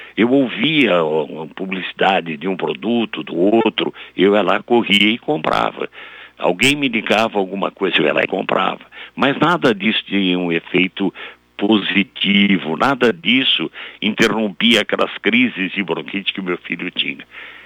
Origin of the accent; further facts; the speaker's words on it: São Paulo, Brazil; olha, minha senhora, eu sou de São Paulo, eu estou aqui, eu tenho um problema com meu filho